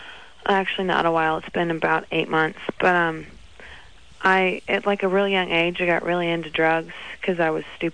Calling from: United States; I'm calling from the Podunk count of the United States.

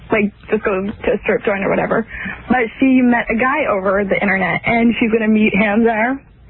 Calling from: Sacramento, California, United States; Sacramento.

